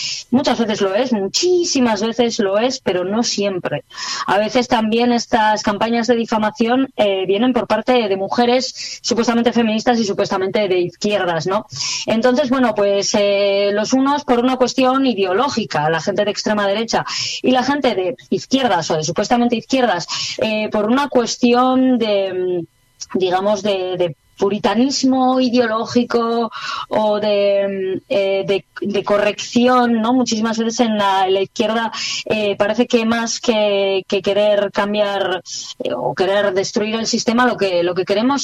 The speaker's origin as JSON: {"language": "Spanish", "region": "Basque Country", "country": "Spain", "said": "yo soy una mujer, soy vasca, soy feminista, soy transfeminista, soy atea, radicalmente atea"}